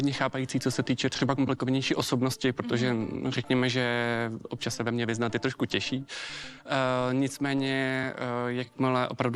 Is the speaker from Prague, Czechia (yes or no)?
yes; Prague, Czechia; jsem z Prahy, rád sleduju seriály, hraju hry